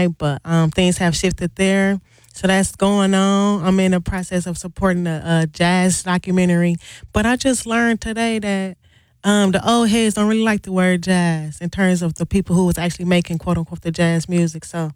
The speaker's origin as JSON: {"language": "English", "town": "Milwaukee", "region": "Wisconsin", "country": "United States", "tie": "born or raised there", "said": "owner and operator of Fur Walkie. I'm born and raised in Milwaukee."}